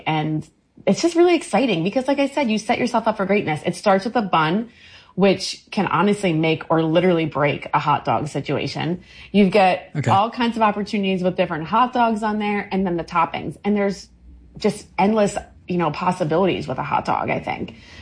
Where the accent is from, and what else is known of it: Maryland, United States; born or raised there